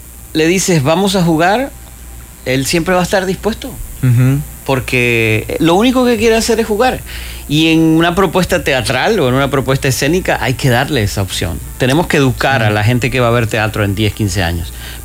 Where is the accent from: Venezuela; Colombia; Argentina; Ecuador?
Venezuela; Maracaibo, Zulia; born there; moved away; Y luego coincido en Houston con una maestra de danza contemporánea de Maracaibo, la ciudad donde yo nací.